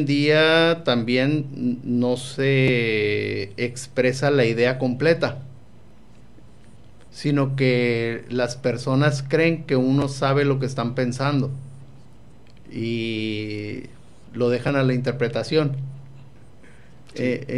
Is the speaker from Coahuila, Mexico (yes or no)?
no; Tijuana, Baja California, Mexico; Bueno, yo ya no nací en la Altamira. Mis padres son de la colonia Altamira. Yo ya nací en Playas de Tijuana y ahí he vivido desde que nací.